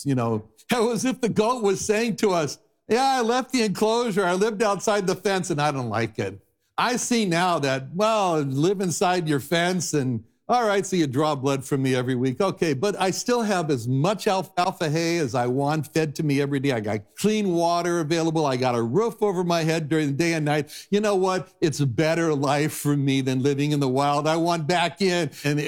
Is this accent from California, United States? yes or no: yes; Los Angeles, California, United States; moved away as an adult; also born or lived in Lakeside, California; I'm from Los Angeles.